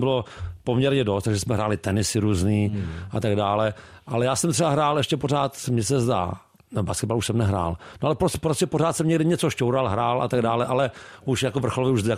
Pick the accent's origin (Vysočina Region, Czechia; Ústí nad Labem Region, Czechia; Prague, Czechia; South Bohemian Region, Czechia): Prague, Czechia; A narodil jsem se na bojišti Praha 2. Celý život jsem jako v Praze.